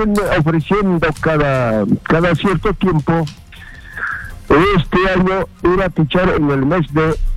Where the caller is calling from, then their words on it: Apurímac, Peru; Estoy llamando de Apurímac